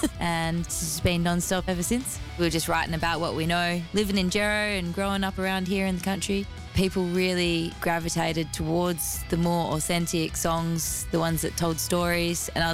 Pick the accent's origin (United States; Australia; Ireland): Australia; Geraldton, Western Australia; we're from Geraldton in WA.